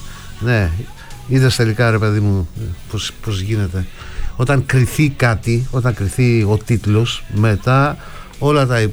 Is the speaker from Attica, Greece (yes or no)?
no; Serres, Central Macedonia, Greece; Λόγω του γεγονότος ότι είμαι από τις Σέρες, ας πούμε, λέω ότι είμαι πανσεραϊκός.